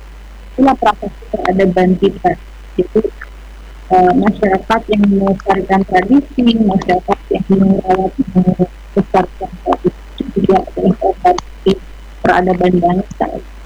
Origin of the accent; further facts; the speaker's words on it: West Java, Indonesia; kita sebagai Sunda.